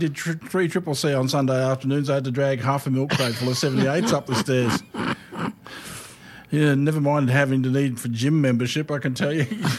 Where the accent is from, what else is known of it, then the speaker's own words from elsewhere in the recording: Bendigo, Victoria, Australia; And I can say I'm from Bendigo, but I've also got a great-great-grandfather that fought at Eureka.